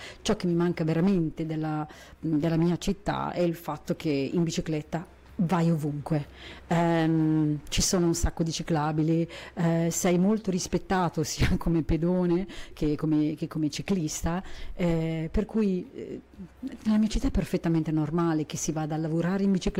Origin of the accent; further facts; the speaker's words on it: northern Italy, Italy; moved away; dalle mie parti, quindi al nord